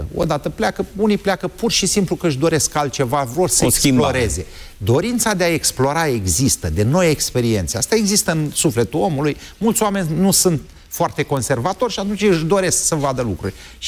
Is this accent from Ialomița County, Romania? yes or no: yes; Slobozia, Ialomița County, Romania; Bine, dar eu sunt din Slobozia și n-am 3 ani